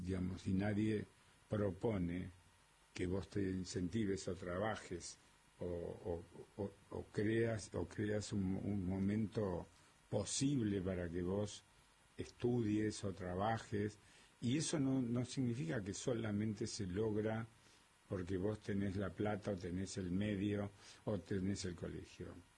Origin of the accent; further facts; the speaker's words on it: Tostado, Santa Fe, Argentina; also born or lived in Santo Tomé, Santa Fe / Villa Carlos Paz, Córdoba; Primero yo nací en Tostado, de Tostado nos fuimos a Santo Tomé, Santa Fe.